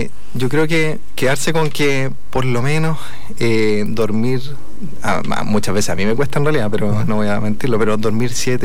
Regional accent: Santiago, Santiago Metropolitan Region, Chile; now in Bulnes, Chile; yo soy de Santiago, estoy aquí erradicado.

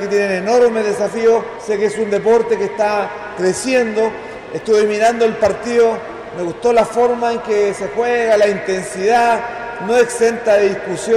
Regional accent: Chile

